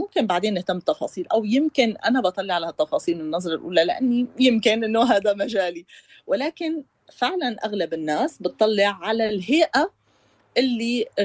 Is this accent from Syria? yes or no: yes; Syria; كسورية، أولا كنظرة الناس للدبلوماسيين عنا.